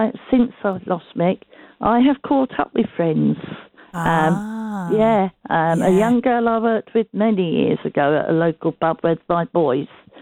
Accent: Biggleswade, East of England, United Kingdom; I grew up in Mead End in Biggleswade years ago.

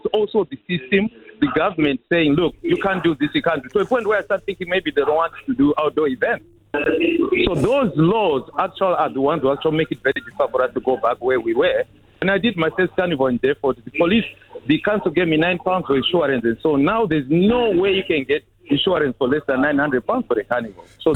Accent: Zimbabwe; moved away; One thing I was going to say, I came from Zimbabwe in 1985.

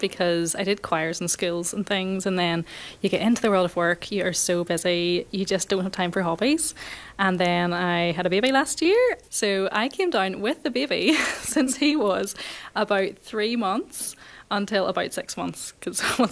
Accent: Limavady, Northern Ireland, United Kingdom; I'm actually from Lima Valley as well, so it was a bit of a trek.

